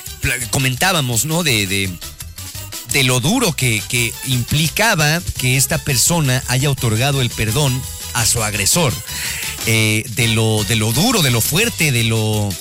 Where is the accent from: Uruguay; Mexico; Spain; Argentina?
Mexico; siempre nosotros los mexicanos nos catalogamos a nosotros mismos como un país muy feliz